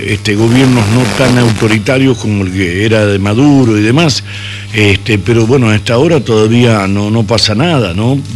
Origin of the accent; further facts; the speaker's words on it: Argentina; como argentino lo digo